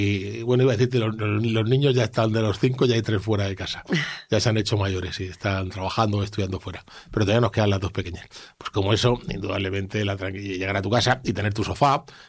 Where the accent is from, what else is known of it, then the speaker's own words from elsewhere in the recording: Region of Murcia, Spain; cuando estoy en casa, más allá que también tengas que hacer actividad política ahí en la región de Murcia